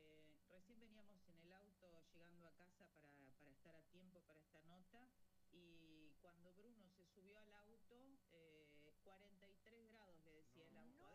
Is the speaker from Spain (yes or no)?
no; Zapala, Neuquén, Argentina; also born or lived in Concepción, Chile; now in Rome, Italy; Bueno, no nací en Zapala, pero me he criado ahí desde los 2 años, así que me siento sumamente neuquina y sobre todo zapalina.